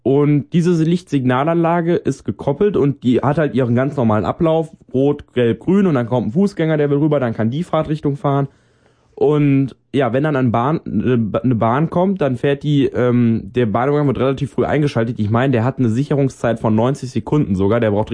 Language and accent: German; Hennef, North Rhine-Westphalia, Germany; Genau, ich nehme einfach wieder meine Heimat als Beispiel. Hennef, die Frankfurter Straße, B8, ist das.